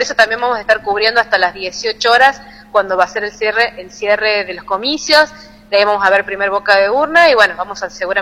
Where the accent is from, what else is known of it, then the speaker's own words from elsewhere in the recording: Frías, Santiago del Estero, Argentina; Y realmente un hermoso día que nos toca vivir a los frienses